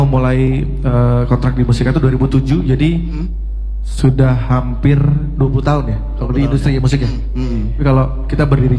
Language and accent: Indonesian; Ciledug, Banten, Indonesia; Memang kita kan tumbuh di di Ciledug gitu ya, di Jalan Ciledug Raya. Kita race in Ciledug lah gitu ya.